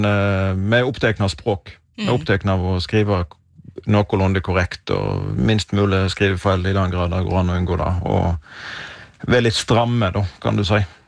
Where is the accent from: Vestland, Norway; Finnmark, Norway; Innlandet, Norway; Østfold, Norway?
Vestland, Norway